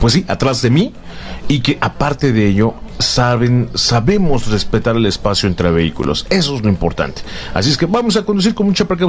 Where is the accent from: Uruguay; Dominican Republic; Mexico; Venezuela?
Mexico; estados de nuestro hermoso país, los Estados Unidos Mexicanos o República Mexicana